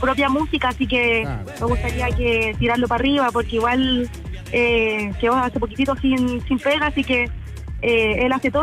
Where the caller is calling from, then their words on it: Independencia, Santiago Metropolitan Region, Chile; De aquí de Independencia, Salchihuahui.